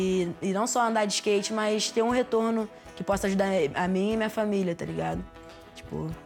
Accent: Rio de Janeiro, Brazil; bairro que eu cresci, em Campo Grande, lá no Rio

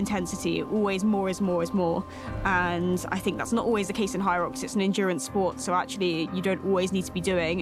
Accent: London, United Kingdom; I'm 21 years old and I'm from London.

